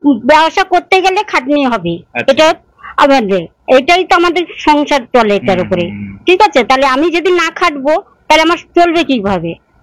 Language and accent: Bangla; Kolkata, West Bengal, India; moved away as an adult; আমি তো কলকাতার মেয়ে, আমার এখানে বিয়ে হয়েছে